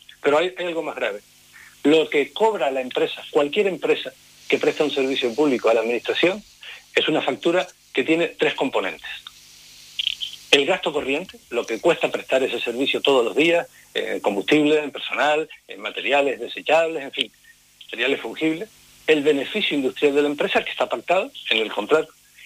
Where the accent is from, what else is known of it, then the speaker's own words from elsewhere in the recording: San Cristóbal de La Laguna, Canary Islands, Spain; yo soy lagunero. Tan sencillo como eso. Soy hijo de la Laguna